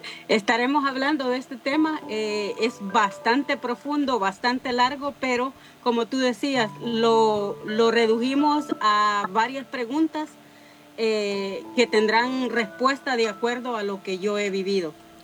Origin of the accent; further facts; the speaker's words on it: El Salvador; Soy, primero, soy salvadoreña también, igual que tú, por ahí han dado, para los que no saben.